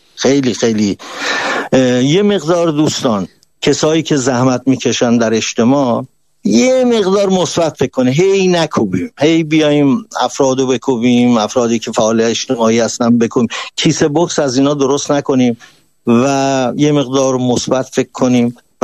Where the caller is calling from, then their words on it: Karaj, Alborz, Iran; من اهل کرجم، البرزم